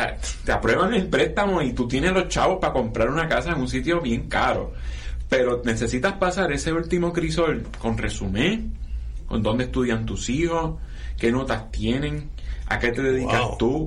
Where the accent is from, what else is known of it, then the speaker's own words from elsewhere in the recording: Puerto Rico; es difícil para nosotros desde Puerto Rico pensar como pensaría un americano